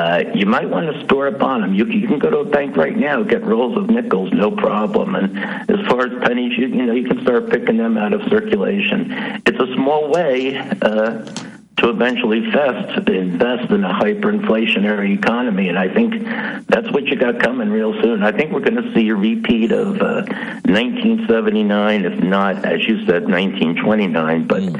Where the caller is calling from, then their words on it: Peekskill, New York, United States; calling from Peekskill, New York, in northern Westchester.